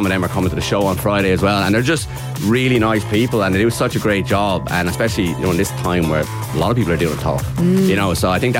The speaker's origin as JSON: {"language": "English", "country": "Ireland", "said": "Well, they give you about 30 seconds for being Irish."}